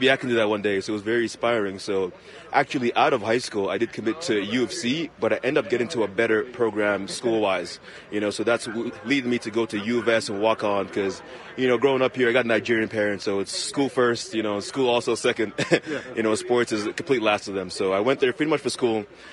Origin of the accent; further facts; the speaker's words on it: Calgary, Alberta, Canada; growing up in Calgary, you know, playing at St. Francis High School there